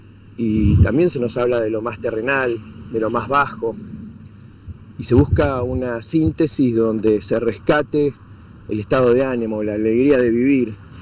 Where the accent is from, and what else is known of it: Argentina